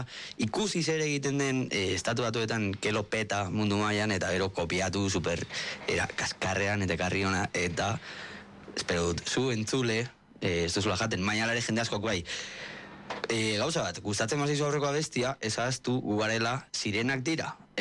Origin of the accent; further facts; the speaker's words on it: Vitoria-Gasteiz, Basque Country, Spain; Ala behirratian gaude, Gasteizen, honi Gasteiztarra naiz, katalin zu ez.